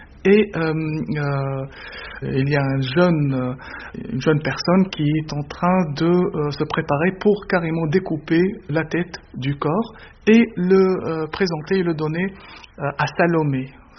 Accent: Tunisia; moved away as an adult; now in Lille, France; je suis tunisien. Ça fait 3 ans que je me suis installé dans Lille.

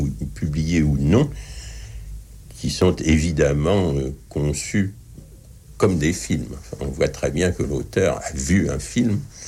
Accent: Le Havre, Normandy, France; des personnages que j'ai connus dans mon enfance au Havre.

